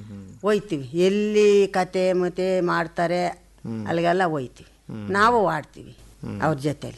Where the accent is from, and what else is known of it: Gende Hosahalli, Karnataka, India